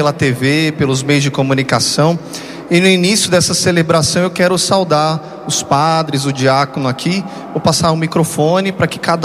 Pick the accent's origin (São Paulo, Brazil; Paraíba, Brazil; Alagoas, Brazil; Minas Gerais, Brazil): Paraíba, Brazil; now in Gravatá, Brazil; a minha terra amada da Paraíba, que eu também cuido, a missão da Canção Nova da Paraíba, lá em João Pessoa.